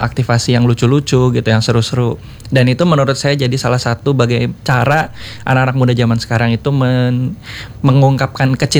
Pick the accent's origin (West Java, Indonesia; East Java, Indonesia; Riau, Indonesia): West Java, Indonesia; Bogor; kita sebagai anak muda Bogor